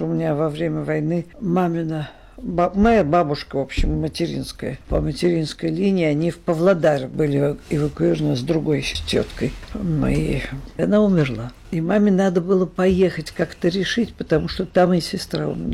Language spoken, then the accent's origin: Russian; Saint Petersburg, Russia; born there